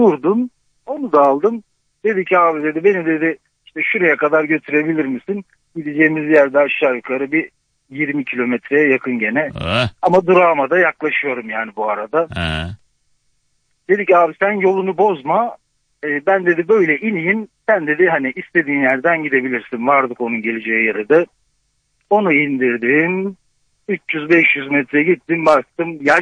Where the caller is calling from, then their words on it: Istanbul, Turkey; İstanbul'dan, Ataşehir'den arıyorum ben.